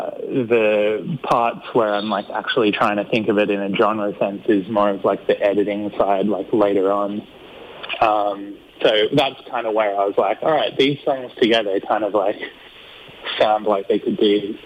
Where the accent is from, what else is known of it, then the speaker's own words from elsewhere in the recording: New South Wales, Australia; I grew up in New South Wales.